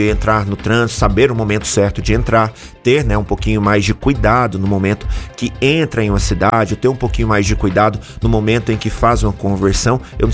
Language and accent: Portuguese; Jataí, Goiás, Brazil; now in Federal District, Brazil; Eu sou de Jataí, Goiás, né, a gente não encontra muito esse tipo de movimentação lá